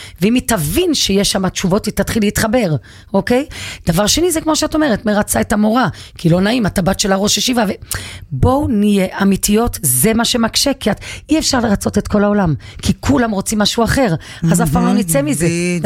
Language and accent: Hebrew; Jerusalem, Jerusalem District, Israel; אני והצפון, מה, מה, אני מירושלים